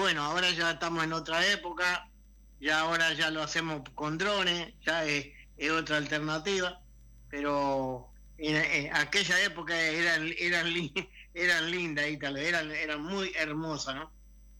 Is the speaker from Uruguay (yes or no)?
yes; Pueblo Sequeira, Artigas, Uruguay; now in Salto, Uruguay; Y en mi pueblo, ¿no? Pueblo Sequeira, toda gente buena, toda gente linda, contrabandistas